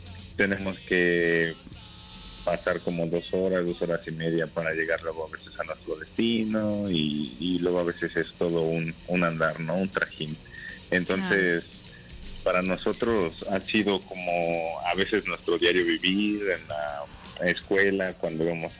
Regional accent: Chalco, State of Mexico, Mexico; Raúl y yo somos de ahí, de Chalco

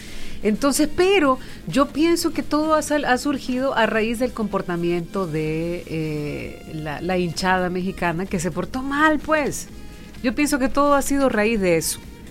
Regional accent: El Salvador; la jerga que tenemos los salvadoreños

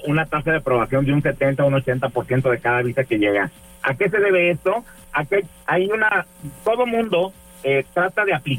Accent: Michoacán, Mexico; moved away; also born or lived in Texas / Miami, Florida; yo soy mexicano, originario del estado de Michoacán. Estudié en Miami, en Florida, estudié la carrera de migración en los Estados Unidos. Perfecto. Y esto porque justamente viví muchos años acá en Texas. Estuve viviendo aquí en San Antonio, en Austin, en el Valle de Texas.

